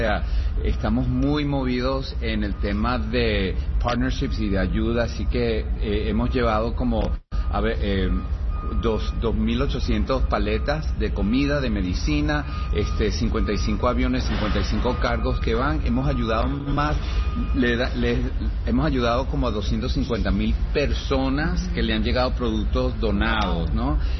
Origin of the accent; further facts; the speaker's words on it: Venezuela; now in Miami, United States; Yo, siendo venezolano como tú, nos sentimos como, conchale, ¿qué hacemos, no?